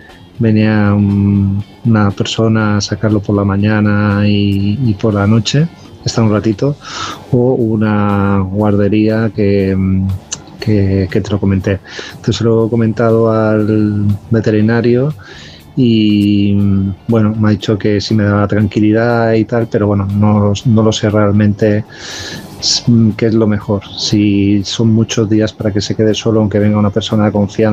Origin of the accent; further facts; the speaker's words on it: Palma, Balearic Islands, Spain; de Palma de Mallorca.